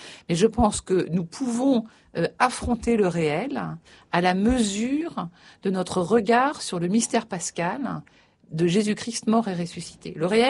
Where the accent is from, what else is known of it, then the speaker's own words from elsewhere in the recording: France; je trouve que je suis française au 21e siècle, dominicaine certes